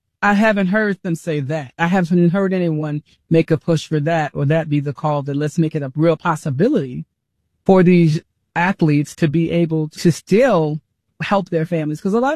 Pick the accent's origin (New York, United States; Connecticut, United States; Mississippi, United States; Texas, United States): Mississippi, United States; I actually attended, I got my master's from Mississippi State. That's my home state, and I got my master's from there. So very familiar with the SEC. I'm from here